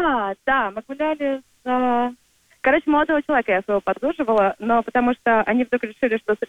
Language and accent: Russian; Moscow, Russia; Я из Москвы.